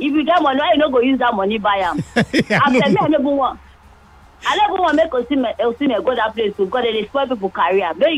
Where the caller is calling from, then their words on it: Lagos, Nigeria; I'm calling you from Lekki.